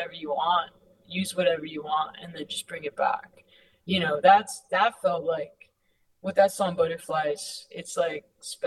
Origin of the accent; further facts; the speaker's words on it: United States; I'm from Highland Park, and like you frequent these shops as a kid that are still there, even though it's like gentrified.